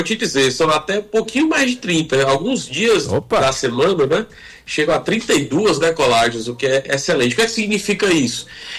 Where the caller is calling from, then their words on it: Fortaleza, Ceará, Brazil; Rapaz, eu tô falando de uma capital cearense debaixo d'água aqui, bastante cinza.